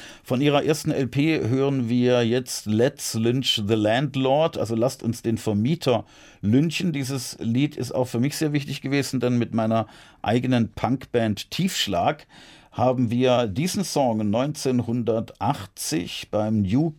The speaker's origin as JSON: {"language": "German", "town": "Heilbronn", "region": "Baden-Württemberg", "country": "Germany", "tie": "born or raised there", "said": "1990 bin ich dann in meiner Heimatstadt Heilbronn als Kandidat auch angetreten, als Bürgermeisterkandidat, habe es leider nicht geschafft"}